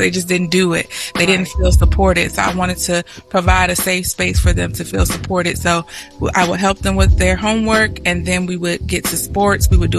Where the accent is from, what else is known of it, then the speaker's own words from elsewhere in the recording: Portsmouth, Virginia, United States; I grew up in Portsmouth, so I wanted to give back to Portsmouth.